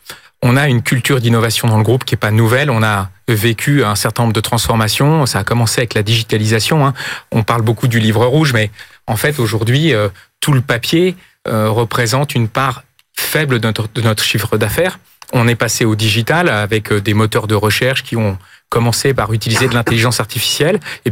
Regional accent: Nantes, Pays de la Loire, France; now in Paris, France; Moi, je ne suis pas parisien à l'origine, hein. Je suis nantais. C'est une région qui s'est beaucoup développée avec une industrie agroalimentaire très forte.

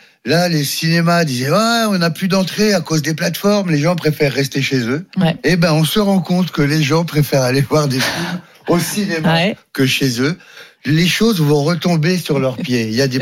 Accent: Paris, Île-de-France, France; Non, je suis parisien

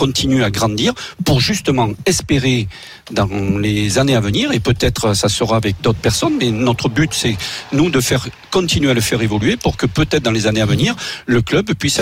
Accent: Nouvelle-Aquitaine, France; Oui, voilà, Laurent, je suis bien du Périgord. Merci. Et bien, un vrai Périgourdin.

